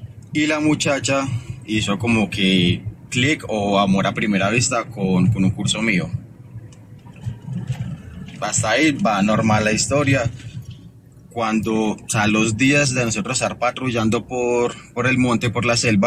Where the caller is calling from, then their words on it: Pereira, Risaralda, Colombia; Desde la Perla del Otón, desde Pereira.